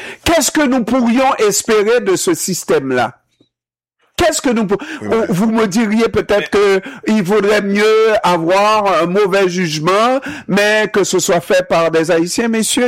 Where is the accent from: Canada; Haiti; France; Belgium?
Haiti; Ça va pour même les Haïtiens de la diaspora. Nous sommes tous des Haïtiens, messieurs.